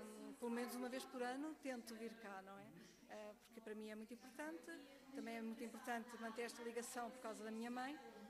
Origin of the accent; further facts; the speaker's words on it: Lisbon, Portugal; Sou natural de Lisboa, mas sou uma neta da terra, da Póvoa.